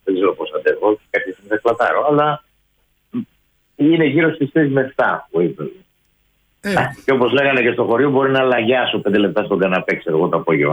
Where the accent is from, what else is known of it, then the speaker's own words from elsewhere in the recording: Argos, Peloponnese, Greece; moved away; η Καρδιά Αργολίδος και από εκεί κατάγομαι. Εγώ μεγάλωσα στο Άργος